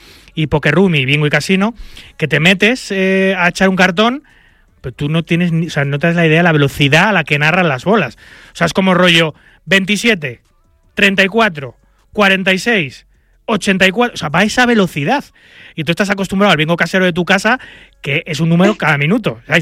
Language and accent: Spanish; Madrid, Community of Madrid, Spain; yo nunca he vivido un calor tan seco y tan salvaje, a pesar de que soy madrileño y aquí también lo sufrimos